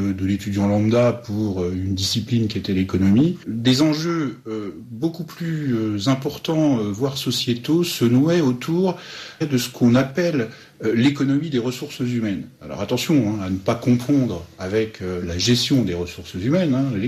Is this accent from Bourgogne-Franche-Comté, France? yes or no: yes; Dijon, Bourgogne-Franche-Comté, France; Je suis bourguignon, je suis né à Dijon, j'ai fait toutes mes études à Dijon